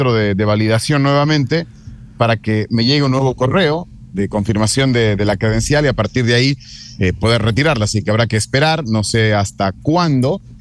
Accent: Chile

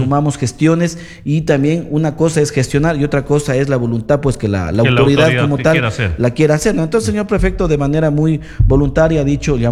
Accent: San Pedro de Vilcabamba, Vilcabamba, Quinara, Loja, Ecuador; nos beneficiamos quienes somos de San Pedro, de Vilcabamba, de Yangana y Quinara

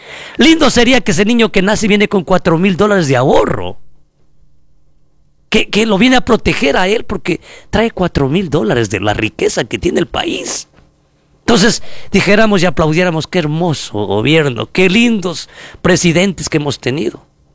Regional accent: Ecuador; Nosotros como ecuatorianos hacemos votos porque a este gobierno le vaya bien.

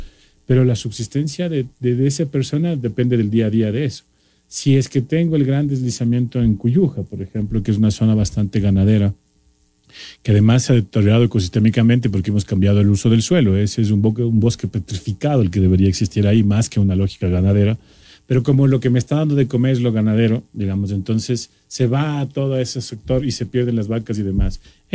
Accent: Bolívar, Ecuador; yo vengo de la provincia de Bolívar, por ejemplo, yo quiero ir a la provincia de Bolívar

